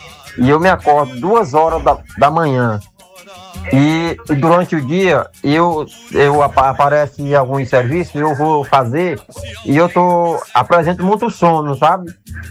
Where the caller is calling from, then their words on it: Barra, Brazil; eu sou daqui da cidade de Barra, lá é só Almeida.